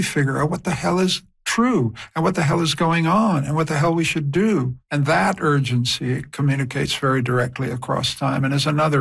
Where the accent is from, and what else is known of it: Canada; now in Vienna, Austria